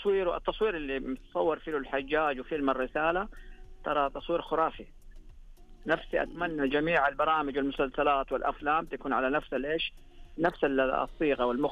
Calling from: Medina, Medina Province, Saudi Arabia; أنا أكلمكم من المدينة المنورة

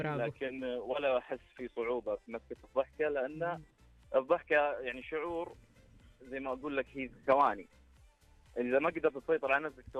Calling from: Eastern Province, Saudi Arabia; من الشرقية.

